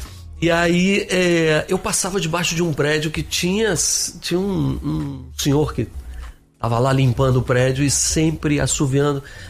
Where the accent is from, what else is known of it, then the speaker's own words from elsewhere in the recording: Brasília, Federal District, Brazil; moved away as an adult; now in Rio de Janeiro, Brazil; Meu pai foi transferido pra lá na época, nós somos cariocas e... Eu acabei crescendo lá. Eu fui com 3 anos de idade para Brasília. Então, e saí de lá com 21. Para voltar para as origens, para o Rio ali. Até porque ainda era uma época, isso foi em 86